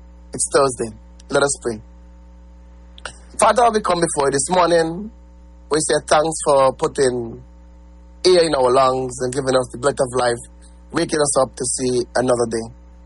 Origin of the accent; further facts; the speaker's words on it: St. Kitts & Nevis; I'm from the West, which is the best.